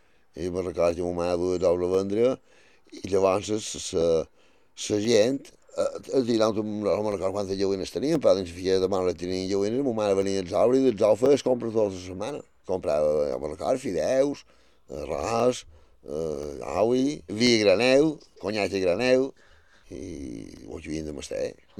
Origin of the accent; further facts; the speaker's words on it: Balearic Islands, Spain; born there; Bueno, vaig néixer fora jo, a Sant Triau, en el barri de Sant Maixida.